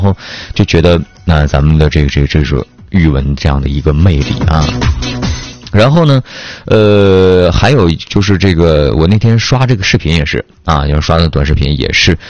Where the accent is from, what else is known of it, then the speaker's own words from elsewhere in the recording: Changchun, Jilin, China; 我家是那个咱长春市本地啊，本地我是小合龙的啊，合龙镇。驾车的话也就是快一点的话就是40多分钟吧，40-50分钟啊。